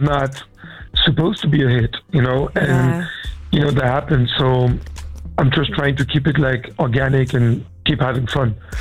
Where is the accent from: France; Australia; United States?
France; Île-de-France; You know, I grew up in outside of Paris, you know, in the hood